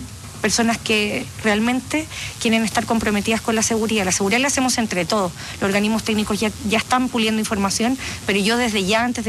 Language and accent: Spanish; Viña del Mar, Valparaíso, Chile; Somos viñamarinas, somos viñamarinos, tenemos historia de desastre en Chile, somos súper chilenos